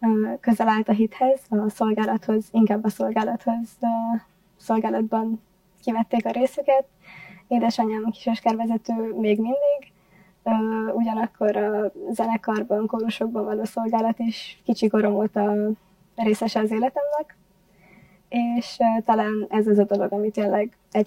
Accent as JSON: {"language": "Hungarian", "region": "Transylvania", "country": "Romania", "said": "Hát én is erdélyi vagyok."}